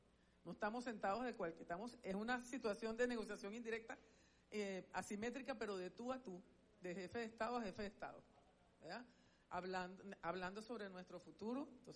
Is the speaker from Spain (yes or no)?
no; Venezuela; debemos nosotros reflexionar como venezolanos y venezolanas ahorita